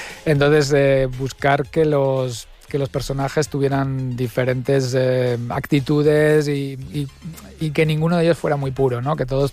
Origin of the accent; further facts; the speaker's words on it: Navarre, Spain; Soy navarro, claro, claro.